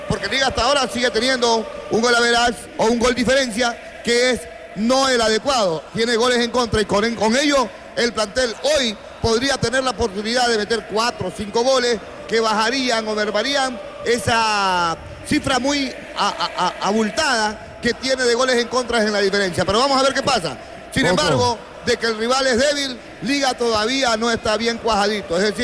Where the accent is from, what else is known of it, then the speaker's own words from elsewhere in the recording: Esmeraldas, Ecuador; born there; porque yo nací en Esmeralda y ahora me dicen que está en Guayaquil